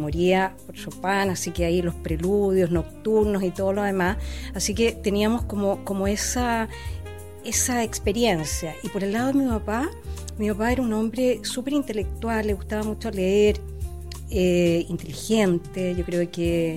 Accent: Valparaíso, Chile; also born or lived in Santiago; Bueno, yo nací en Santiago, pero mis papás se vinieron tempranamente a Viña, a Valparaíso en principio, así es que desarrollé toda mi educación en Valparaíso.

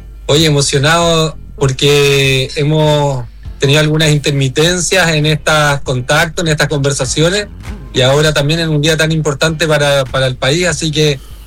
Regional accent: Chile; quienes somos chilenos, el haber crecido siempre por lo menos con algún conocido o algún tío o alguien que le hace apología al dictador

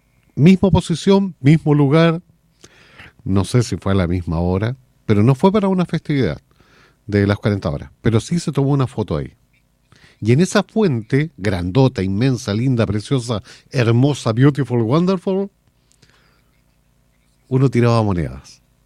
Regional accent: Limache, Valparaíso, Chile; yo me crié en Limache

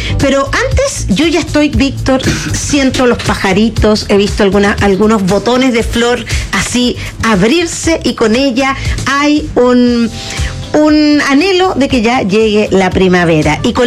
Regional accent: Chile; ¿celebramos distinto los chilenos hoy que hace 20 años

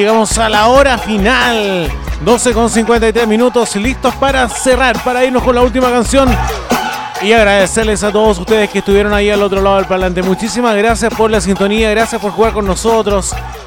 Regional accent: Talca, Maule, Chile; now in Valparaíso Region, Chile; En Talca debe hacer más frío que la Ñuña, ¿no? Aguante mi ciudad natal

